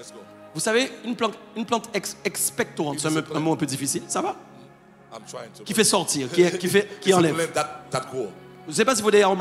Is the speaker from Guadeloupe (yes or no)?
yes; Guadeloupe; chez nous en Guadeloupe